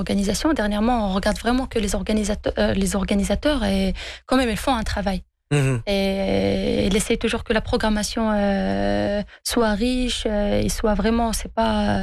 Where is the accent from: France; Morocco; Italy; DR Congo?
Morocco; C'est sûr, on est des Marocains quand même.